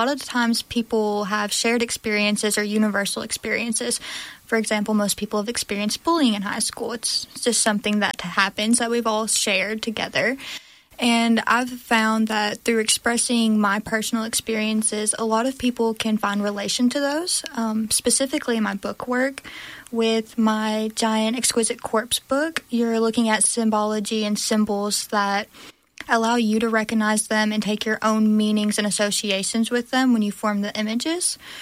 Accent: Mississippi Delta, United States; Growing up in the Delta, there's a strong tradition of quilting. And that's something that I experienced

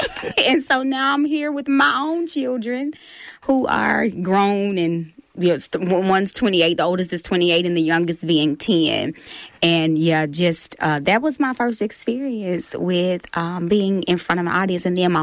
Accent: Arkansas, United States; it talks about, you know, an Arkansas woman in particular, because I am from Arkansas, but it really speaks volumes of the what a woman from the South usually, you know, entails.

